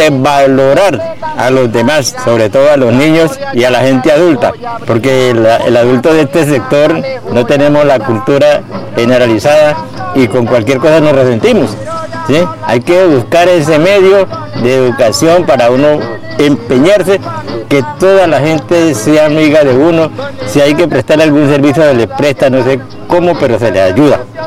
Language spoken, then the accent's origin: Spanish; Arauquita, Arauca, Colombia; moved away as an adult; also born or lived in Santander